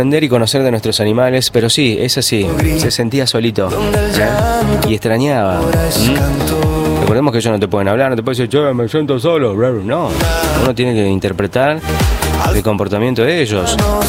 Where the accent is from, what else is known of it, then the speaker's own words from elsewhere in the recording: Argentina; Somos argentinos